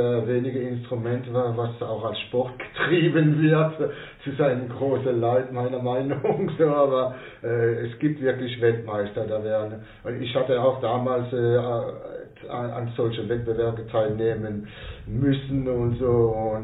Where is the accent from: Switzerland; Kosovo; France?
France; Strasbourg, Grand Est; Also ich bin aufgewachsen auf der Mainau, der Platz, wo jetzt der berühmte Racing Straßburg Fußball spielt und sein Stadion hatte und so. Ich bin ja 60 geboren und so, meine Eltern sind da in die Siedlungen gezogen.